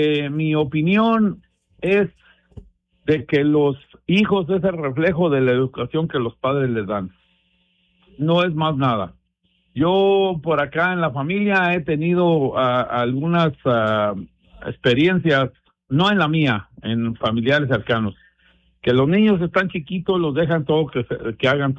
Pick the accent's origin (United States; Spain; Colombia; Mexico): Mexico; moved away; Yo los crié igual como a mí me criaron en México.